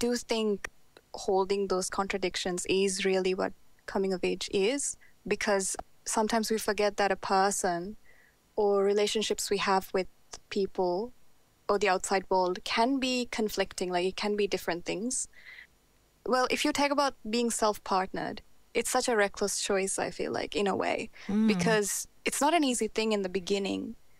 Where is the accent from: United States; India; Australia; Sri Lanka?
Sri Lanka; because I'm from Sri Lanka